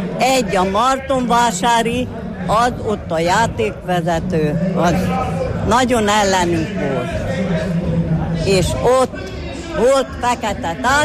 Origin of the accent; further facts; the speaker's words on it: Paks, Tolna, Hungary; Paksiak, magyarok vagyunk, itt nincs idegen, nem is kell.